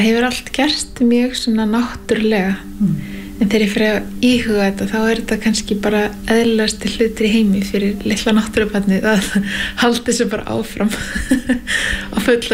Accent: Northwestern Region, Iceland; Og ólst upp í Skagafirði

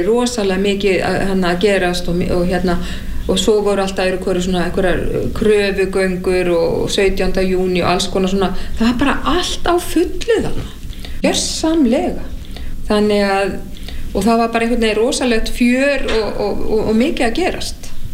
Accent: Reykjavík, Capital Region, Iceland; Ég held að einhvers staðar hafi mér þótt að líka ákveðin lúxus að alast upp á Laugaveginum.

